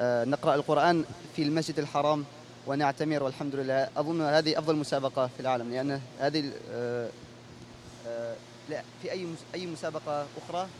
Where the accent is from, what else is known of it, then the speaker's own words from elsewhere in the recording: Moscow, Russia; born there; Arabic is a second language; ولدت في موسكو، ولكن أنا أصل من تتارستان.